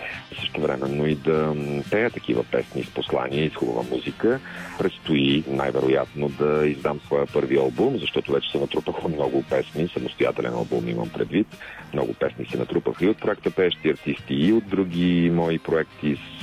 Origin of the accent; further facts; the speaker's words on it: Botevgrad, Sofia Province, Bulgaria; едни мои приятели от Ботевград, от родния ми град